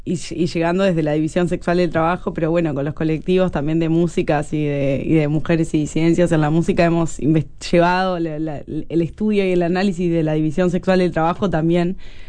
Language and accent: Spanish; Montevideo, Uruguay